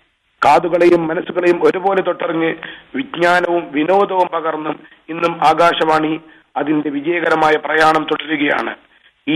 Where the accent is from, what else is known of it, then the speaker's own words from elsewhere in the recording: Lakshadweep, India; born there; ലക്ഷദ്വീപിലെ ആദ്യകാല അധ്യാപകരിൽ ഒരാളായിരുന്നു എന്റെ പ്രിയപ്പെട്ട പിതാവ്. അന്ന് ഞങ്ങളുടെ വീട്ടിൽ ഒരു റേഡിയോ ഉണ്ടായിരുന്നു. ആ റേഡിയോയിലൂടെ പാട്ടും വാർത്തകളും കേട്ടാണ് ഞാൻ വളർന്നത്.